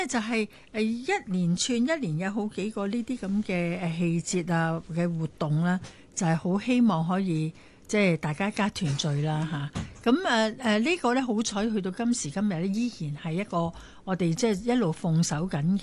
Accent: Hong Kong; 我哋由小时候喺香港过嘅夏天

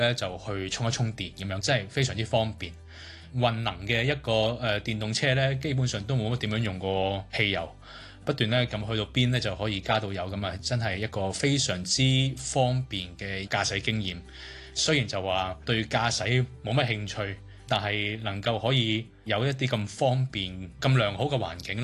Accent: Hong Kong; now in China; 我哋香港人

